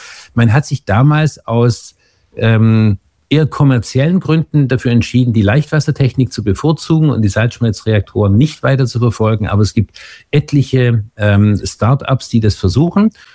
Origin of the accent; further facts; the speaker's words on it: Bavaria, Germany; ich bin in der Nähe von Gundremmingen aufgewachsen, ich habe also in meiner Jugend die Kraftwerkstürme wachsen sehen